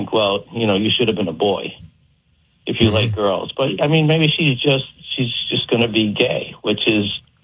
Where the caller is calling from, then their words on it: Millbury, Massachusetts, United States; I've been here since 92